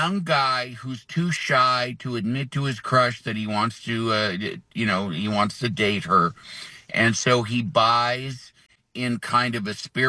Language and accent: English; Illinois, United States; I grew up outside of Chicago